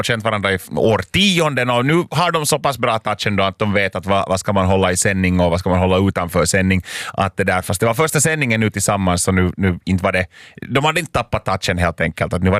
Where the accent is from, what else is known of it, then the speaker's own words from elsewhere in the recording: Loviisa, Uusimaa, Finland; Siellä minä loviisalaisena poikana, jos Loviisan paikallisesta, mä kuulin yhden biisin tällä kanavalla.